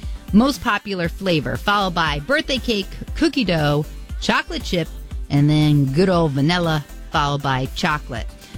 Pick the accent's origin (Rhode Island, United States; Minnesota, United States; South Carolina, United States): Rhode Island, United States; In 15 states, number one, which I am from Rhode Island, okay?